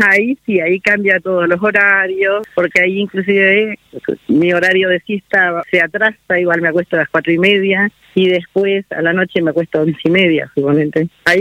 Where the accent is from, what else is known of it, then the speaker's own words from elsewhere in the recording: Rivera, Uruguay; born there; nací en campaña en la Octava de Rivera